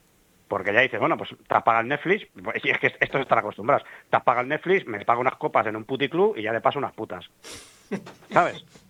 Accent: Spain; como los españoles somos tontos

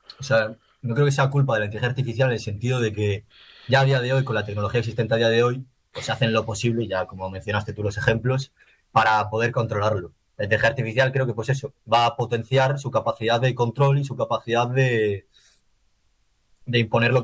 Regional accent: Galicia, Spain; yo soy de Galicia

